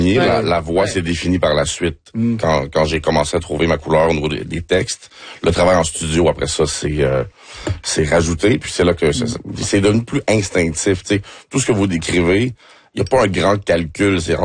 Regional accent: Montreal, Quebec, Canada; born there; Mais je suis né à Montréal-Nord, par exemple.

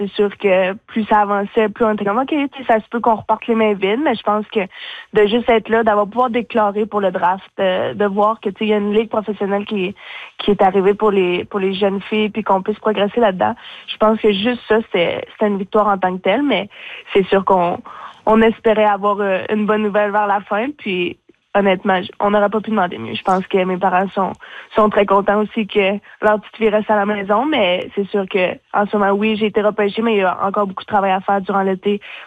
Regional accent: Fermont, Quebec, Canada; also born or lived in Sept-Îles / Montreal; now in Beloeil, Canada; Ensuite, on est allé à Fermont jusqu'à mes 15 ans. On est déménagé en 2015 à Montréal, sur la Rive-Sud.

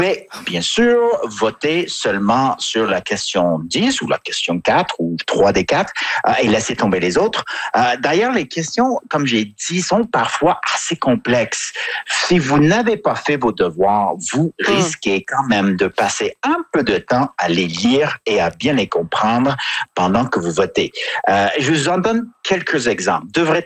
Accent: Quebec, Canada; Je me permets juste en conclusion sur l'Alberta en tant que Québécois

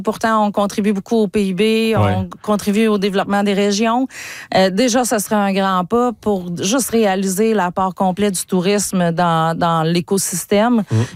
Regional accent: Montreal, Quebec, Canada; now in Saguenay-Lac-Saint-Jean, Canada; moi, je suis originaire de Montréal

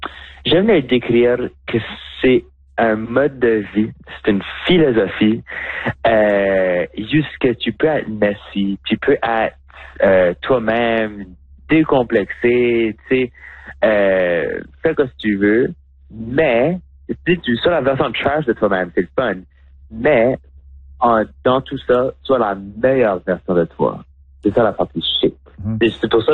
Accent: Moncton, New Brunswick, Canada; now in Montreal, Canada; on s'est affirmé comme drag queen acadienne

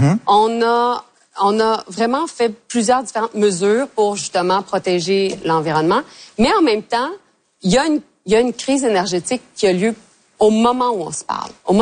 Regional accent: Montreal, Quebec, Canada; Moi, je suis montréalaise, là. Donc, c'est sûr, j'ai un parti pris.

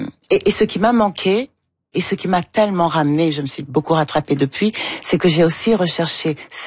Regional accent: Douala, Littoral, Cameroon; À l'endroit où j'ai grandi à Douala. La littérature africaine n'était pas très disponible, à vrai dire.

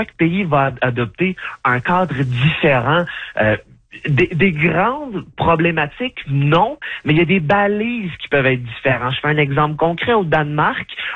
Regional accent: Quebec, Canada; en tant que Québécois qui doit être soigné, ben moi, je débourserai pas plus quand je vais aller là.

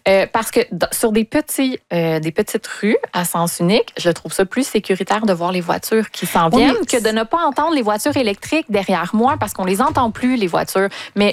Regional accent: Montreal, Quebec, Canada; Quand je vais en région, les gens savent que je viens de Montréal parce que j'ai peur des routes

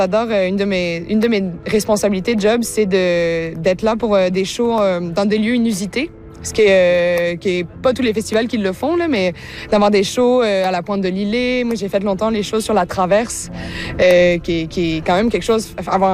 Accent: Réunion, France; Je suis originaire de la France. J'ai grandi à l'île de la Réunion.

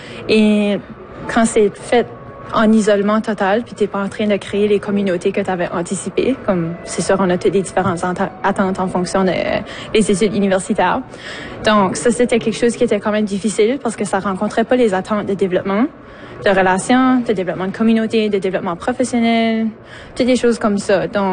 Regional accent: Fredericton, New Brunswick, Canada; moved away as an adult; now in Moncton, Canada; j'ai fait mes études ici à Moncton, mais je suis originaire de Fredericton.

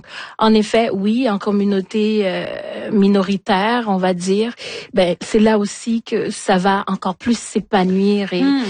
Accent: Haiti; Personnellement, je viens quand même d'Haïti et il n'y a plus de salle de spectacle, mais le théâtre se fait toujours.

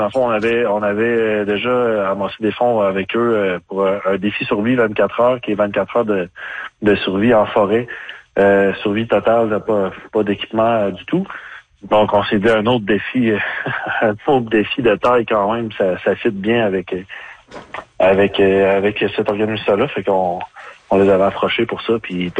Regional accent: Baie-Comeau, Quebec, Canada; Moi, je suis d'Écomo, en fait.

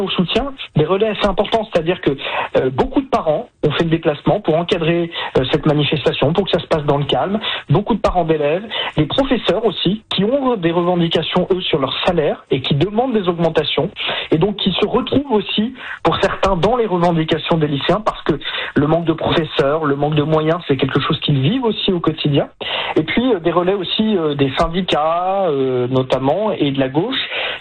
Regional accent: France; chez nous en France

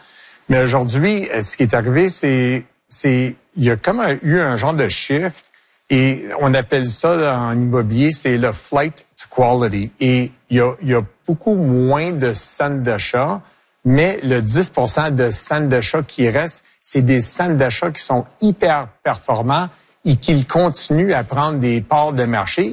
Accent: Quebec, Canada; born there; Écoute, je suis fier québécois. Je suis, mais j'étais né ici. Mes parents ont été nés ici. Mes grands-parents ont été nés ici. J'étais éduqué en français. Mes enfants ont été éduqués en français.

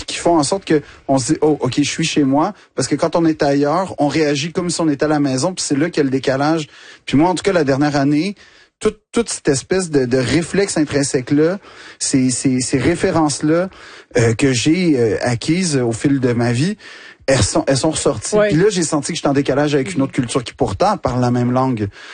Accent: Montreal, Quebec, Canada; j'ai grandi dans l'West Island. Puis, ce qui veut dire que j'ai probablement grandi dans ce qui est le bastion anglophone du Québec, carrément.

